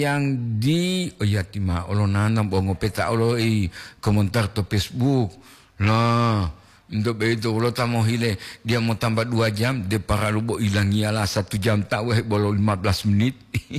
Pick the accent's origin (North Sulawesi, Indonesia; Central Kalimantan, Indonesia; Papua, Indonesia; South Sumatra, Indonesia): North Sulawesi, Indonesia; Kotamobagu; Assalamualaikum, saya dari Kota Mubagu.